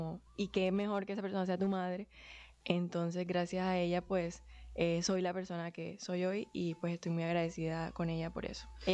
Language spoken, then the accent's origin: Spanish; Montería, Córdoba, Colombia; Crecí en Montería, en un barrio que se llama La Julia, con mi mamá.